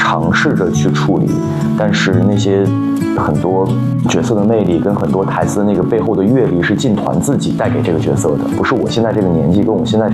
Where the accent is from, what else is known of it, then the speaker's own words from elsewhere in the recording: Pingdingshan, Henan, China; moved away; 因为我小时候我老家在河南平顶山，其实就是个煤城。